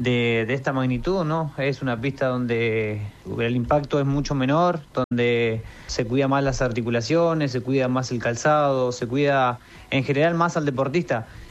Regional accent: Gualjaina, Chubut, Argentina; now in Esquel, Argentina; Yo soy de Gualjaina. Allá, cuando yo corría en Gualjaina, los primeros meses corría al borde o alrededor de una cancha de fútbol que había. Y bueno, después ya me vine acá a Esquel

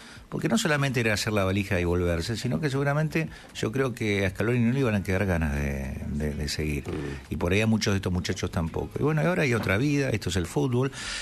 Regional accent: Argentina; no digo como país, como argentino, no creo que nos envíen tampoco tantas cosas

